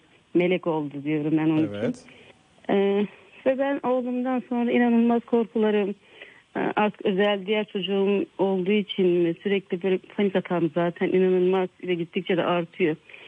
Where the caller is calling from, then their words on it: Istanbul, Turkey; Ben İstanbul'dan arıyorum.